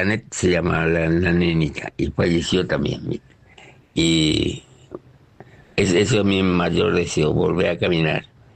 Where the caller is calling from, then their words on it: Clorinda, Formosa, Argentina; de Clorinda, Formosa.